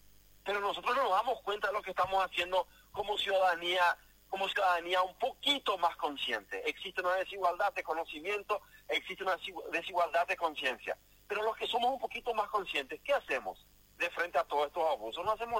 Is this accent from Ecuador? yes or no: no; Paraguay; deberían tener las mismas oportunidades que tengo yo como paraguayo